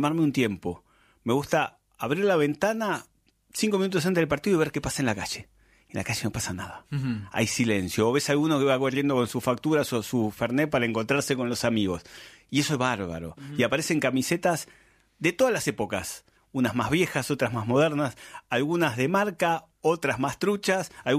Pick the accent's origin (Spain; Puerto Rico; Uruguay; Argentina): Argentina